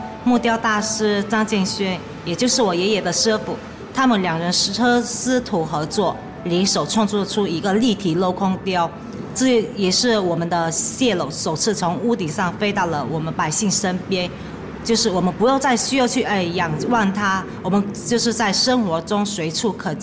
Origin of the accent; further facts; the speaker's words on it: Chaozhou, Guangdong, China; 我们潮州人骨子里都有一种精益求精、不怕苦、不服输的精神